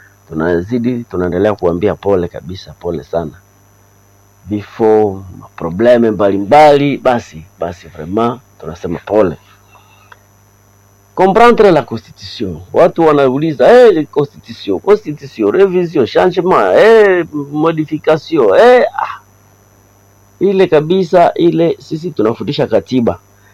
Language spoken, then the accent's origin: Swahili; DR Congo; nous sommes des Congolais, okay, sisi ni Wakongomani.